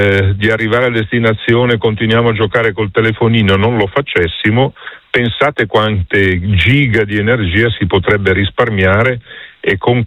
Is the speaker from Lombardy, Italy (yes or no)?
no; Liguria, Italy; Io poi, per esperienza, essendo ligure